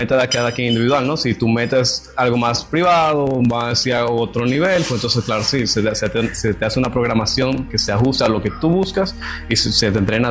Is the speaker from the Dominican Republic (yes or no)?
yes; Dominican Republic; now in United States; Dominicano.